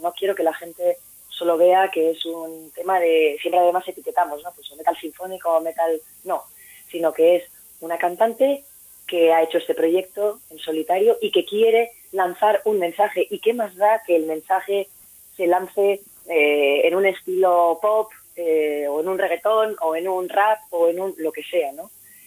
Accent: Beasain, Basque Country, Spain; now in Vitoria-Gasteiz, Spain; Soy de Beasain, yo soy de Guipuzcoana.

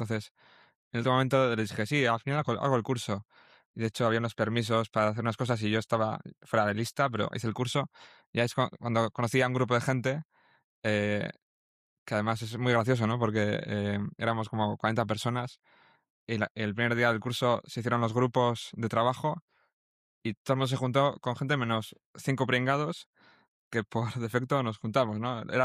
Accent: La Rioja, Spain; born there; moved away; Me acuerdo que creé un superhéroe cuando yo era en La Rioja

